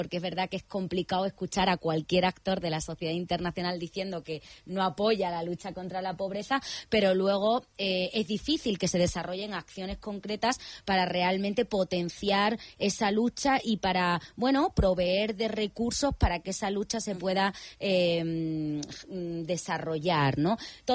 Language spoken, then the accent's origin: Spanish; Spain; yo soy española